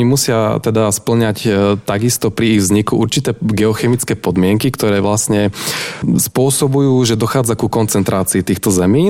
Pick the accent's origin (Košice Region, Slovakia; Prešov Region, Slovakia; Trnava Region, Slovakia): Prešov Region, Slovakia; Humenné; moved away as an adult; now in Bratislava, Slovakia; Áno, tak ja som rodený Humenčan. V Humennom som žil v podstate celý život až do mojej vysokej školy. Chodil som tam na strednú školu, na gymnázium armádneho generála Ludvíka Svobodu